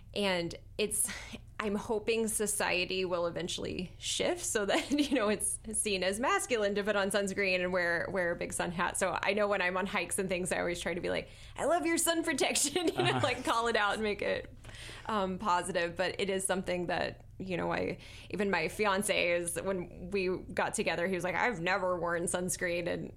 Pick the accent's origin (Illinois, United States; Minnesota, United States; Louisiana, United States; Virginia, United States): Virginia, United States; so I grew up in Virginia, rural Virginia, and every gas station had a tanning bed booth.